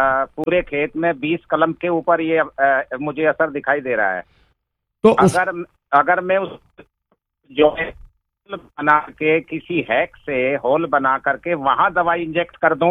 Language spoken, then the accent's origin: Hindi; Uttar Pradesh, India; और मैं डिस्ट्रिक्ट बागपत का रहने वाला हूँ।